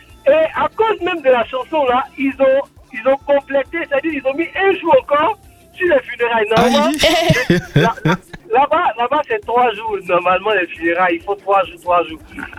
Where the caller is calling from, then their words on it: Bingerville, Côte d’Ivoire; je suis à Benjaville.